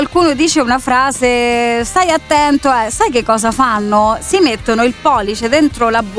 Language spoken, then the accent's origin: Italian; Spain; moved away; io che sono spagnola